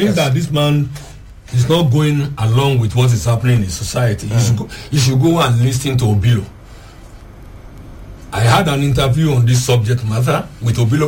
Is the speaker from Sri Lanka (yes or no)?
no; Odiom, Nigeria; my hometown, Odiom.